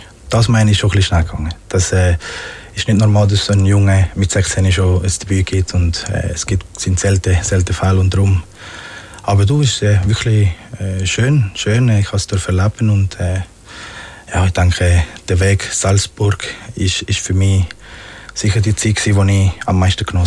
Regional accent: Magdalena, Colombia; born or raised there; now in Switzerland

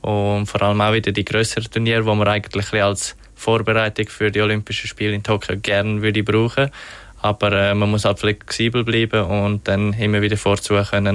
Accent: Switzerland; Als Schweizer hat man natürlich, als junger Schweizer hat man eher mal eine Gelegenheit, zum Beispiel in St. Gallen oder in Genf an den Start zu gehen.

